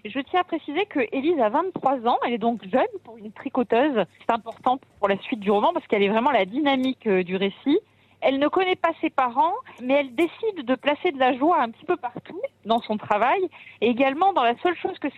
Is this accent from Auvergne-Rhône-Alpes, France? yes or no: yes; Auvergne-Rhône-Alpes, France; je suis pourtant originaire d'Auvergne